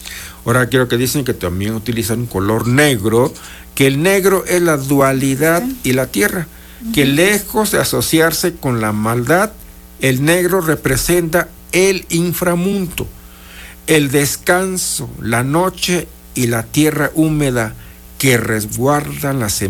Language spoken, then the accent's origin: Spanish; Mixteca, Mexico; Allá en mi pueblo, no sé si ustedes, pero allá por la región mixteca